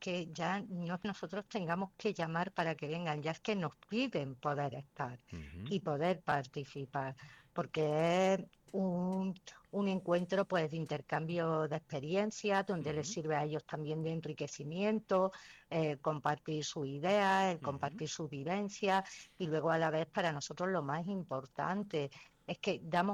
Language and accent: Spanish; Sorihuela del Guadalquivir, Andalusia, Spain